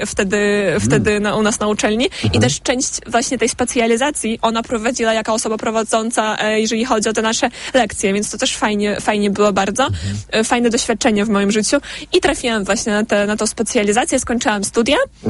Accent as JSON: {"language": "Polish", "country": "Belarus", "said": "nawet jakby opuszczając to, że byłam to i jestem z narodowości Białorusinką"}